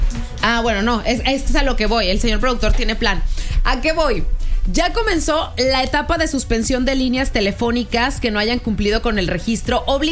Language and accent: Spanish; Mexico; como buenos mexicanos que dejamos todo para el último